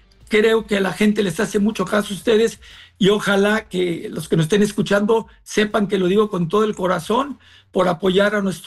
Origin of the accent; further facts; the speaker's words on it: Mexico; Yo como mexicano es lo que mejor deseo